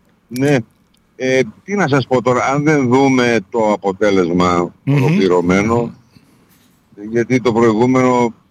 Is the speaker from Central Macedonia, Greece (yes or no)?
yes; Nea Michaniona, Central Macedonia, Greece; είμαι υπαρχιωτόπουλο από τη Μηχανιό, δεν ήμουν αστόπεδο εγώ, για παιδί του άστεως